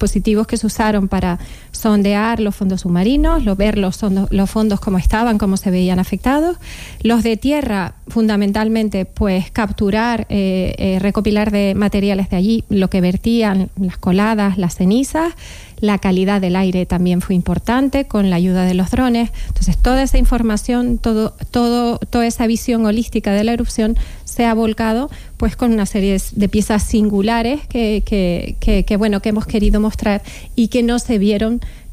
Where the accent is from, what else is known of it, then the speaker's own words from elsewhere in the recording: Tenerife, Canary Islands, Spain; Bueno, yo que soy de Tenerife, tenemos temblores con cierta frecuencia.